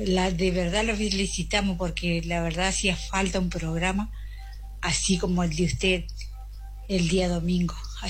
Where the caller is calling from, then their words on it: Febre, Entre Ríos, Argentina; trabajamos en el campo, somos de Febre, pero estamos en campaña, sí, es donde mi marido trabaja.